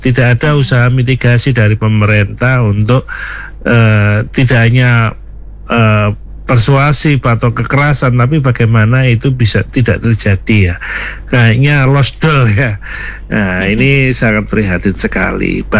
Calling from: Malang, East Java, Indonesia; Di kampung saya di perumahan perumahan Taman Landung Sari dan Indah Permen ada ini kampung jadul ya Mbak.

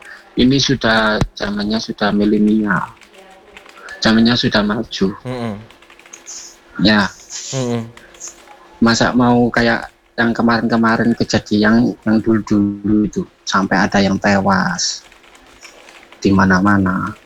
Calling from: Malang, East Java, Indonesia; Saya asli Aremania ya, mm-hmm. Saya asli Aremania.

